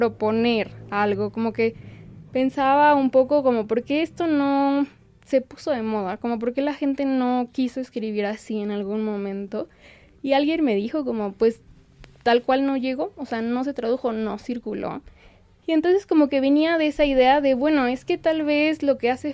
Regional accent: Guadalajara, Jalisco, Mexico; Soy de Guadalajara, me mudé acá hace un rato

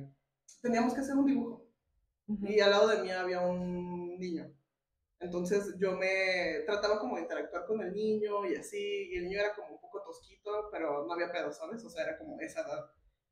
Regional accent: Lagos de Moreno, Jalisco, Mexico; y estaba creciendo en Lagos de Moreno.

